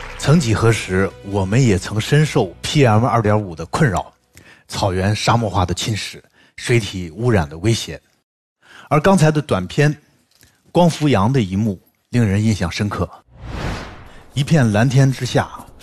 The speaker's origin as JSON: {"language": "Chinese", "country": "China", "said": "我们中国人"}